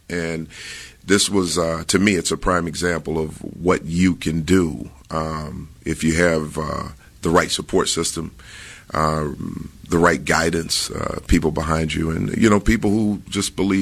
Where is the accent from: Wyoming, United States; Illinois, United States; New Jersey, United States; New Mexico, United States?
Illinois, United States; Chicago; I grew up in Chicago. As everybody knows, I mean, it's well publicized. I grew up in the Englewood community, Hinton Elementary School, Englewood High School, and DePaul University.